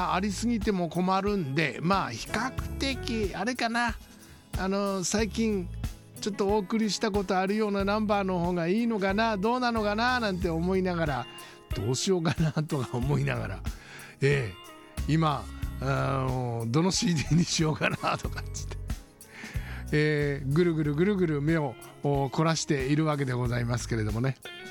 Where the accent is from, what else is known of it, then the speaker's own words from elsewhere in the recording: Fukushima, Japan; 私たち福島県人にとってはね、胸を張って言いたいところでございます。福島出身です。まあ、正確に言うとちょっと違うんだけど、ちょっと違ったりするんだけども、基本福島出身ということ